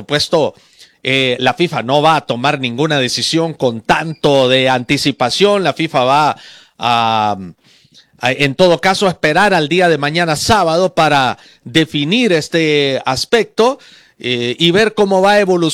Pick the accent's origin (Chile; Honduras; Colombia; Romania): Honduras